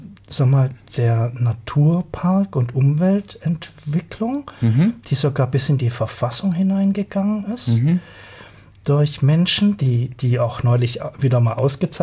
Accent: Baden-Württemberg, Germany; Ist mir eigentlich schon in Freiburg begegnet. Ich komme da aus dem Musterländle.

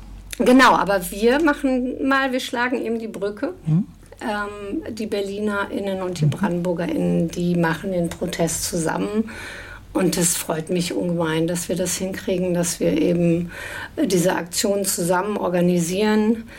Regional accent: West Germany, Germany; ich bin in Westdeutschland groß geworden und für mich war, also meine Eltern waren auch eher sehr links

